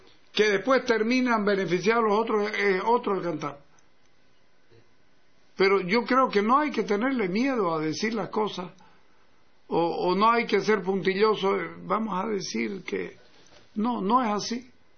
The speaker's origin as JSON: {"language": "Spanish", "region": "Santa Cruz", "country": "Bolivia", "said": "no me estorba ser boliviano, pero soy cruceño. Santa Cruz es mi patria, Bolivia es mi país."}